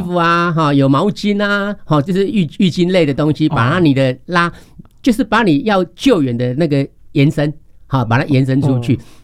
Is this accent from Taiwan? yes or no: yes; Taiwan